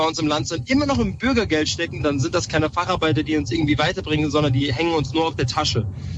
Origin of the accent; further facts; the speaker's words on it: Wiesbaden, Hesse, Germany; Grüße in meiner Heimatstadt nach Wiesbaden. Da bin ich geboren und aufgewachsen.